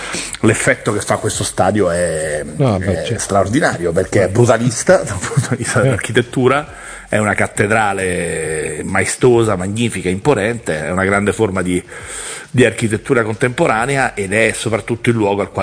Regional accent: Rome, Lazio, Italy; io ho detto tante volte, da romano, quindi da persona che adesso si affaccia alla finestra, dalla finestra vede lo stadio olimpico

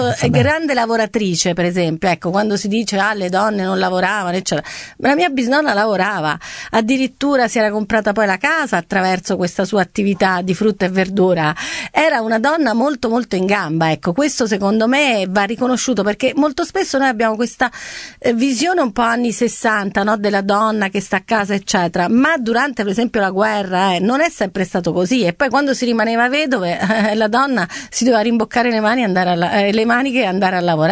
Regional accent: Rome, Lazio, Italy; born there; io praticamente sono nata a Roma con i nonni e già i bisnonni che erano nati a Roma o che vivevano a Roma

